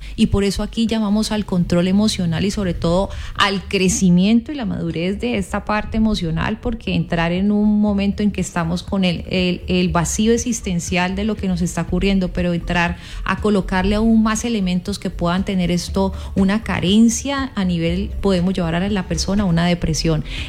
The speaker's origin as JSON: {"language": "Spanish", "town": "Cali", "region": "Valle del Cauca", "country": "Colombia"}